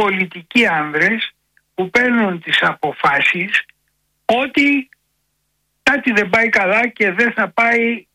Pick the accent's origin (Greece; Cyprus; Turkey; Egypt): Egypt; στην πατρίδα μου την Αίγυπτο και να δείτε τι κάνουν οι κροκόδηλοι